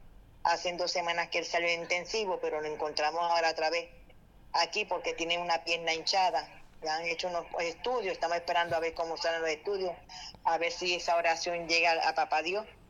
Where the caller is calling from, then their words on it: Río Grande, Puerto Rico; vivo en Río Grande, y en estos momentos me encuentro en sala de emergencia de Carolina